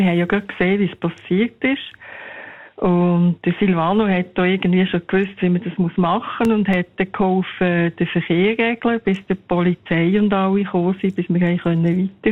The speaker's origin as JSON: {"language": "German", "town": "Zofingen", "region": "Aargau", "country": "Switzerland", "tie": "born or raised there", "said": "also von Zofingen her, wo ich aufgewachsen bin."}